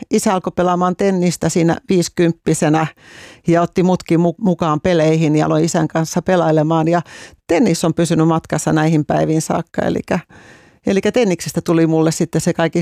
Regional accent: Vilppula, Pirkanmaa, Finland; kun olin lähtöisin pienestä vilppulasta, että minä olen päässyt maailmalle ja tänne minä jään.

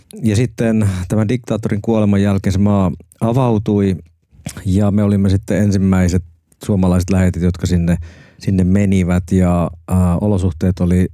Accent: Alajärvi, South Ostrobothnia, Finland; Alajärvi Pohjanmaalla.

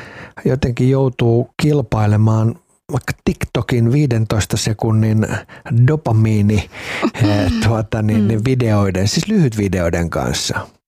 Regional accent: Helsinki, Uusimaa, Finland; Itä-Helsingistä, mistä itse olen siis kotoisin

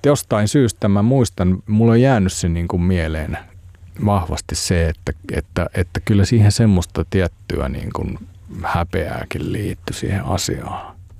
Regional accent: Raahe, North Ostrobothnia, Finland; Ja mä menin sinne niin kuin uutena ja Raahe on mun kotipaikka siinä mielessä, että vanhemmat asuu siellä edelleenkin.

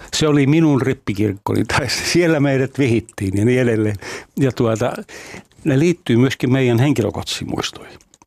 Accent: Lapland, Finland

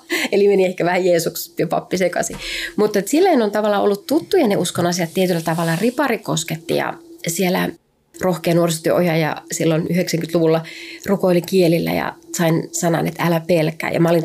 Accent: Outokumpu, North Karelia, Finland; Minä olen Karjalasta kotoisin. Mm-hmm. Outokummussa synnyin perheen ainoaksi lapseksi

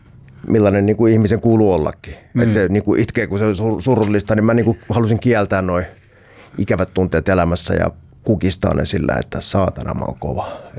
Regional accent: Helsinki, Uusimaa, Finland; stadilaisia.

